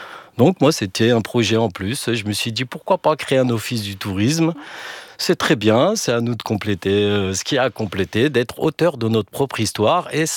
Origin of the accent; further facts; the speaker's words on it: Mantes-la-Jolie, Île-de-France, France; Versailles, chef-lieu, la monarchie et tout. Et nous, on a été vraiment marqués. Et ça sent à Mantes-la-Jolie, porte de Normandie. Nous, on est vraiment le Val-Fouré.